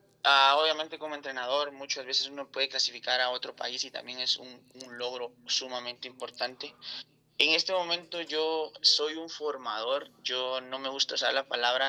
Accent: Guatemala; now in United States; vine a Estados Unidos por decisión propia o mi familia porque buscáramos un futuro mejor. Nosotros tuvimos que salir de Guatemala porque obviamente estábamos sufriendo extorsiones

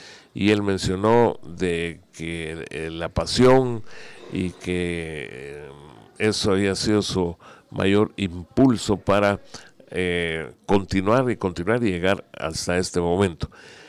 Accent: Portugal; parte de ella será en mi país, en Portugal

